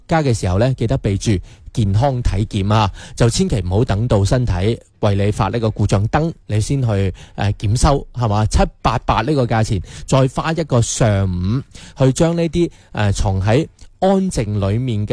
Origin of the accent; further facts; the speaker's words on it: Guangdong, China; 咁我哋广东人聚餐好多啦，中意食宵夜啦